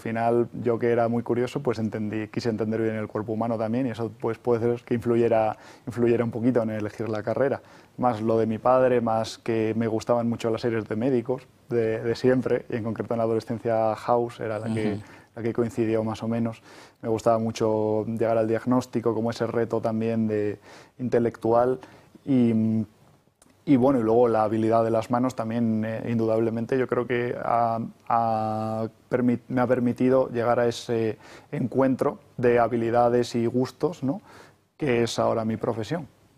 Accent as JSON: {"language": "Spanish", "town": "Eibar", "region": "Basque Country", "country": "Spain", "moved": "yes", "said": "cómo somos los eibarreses"}